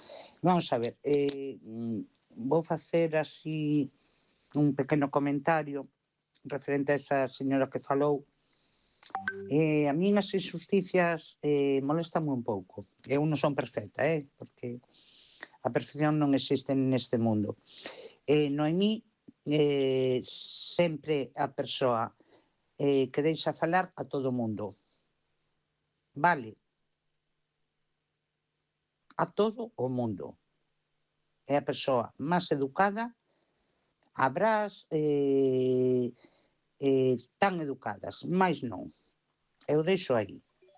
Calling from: Culleredo, Galicia, Spain; Hola, boas noites … de Culleredo, que tal, como estades?

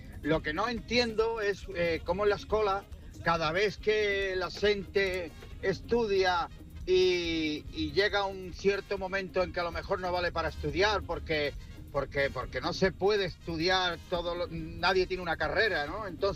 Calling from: Cádiz, Andalusia, Spain; de Cádiz.

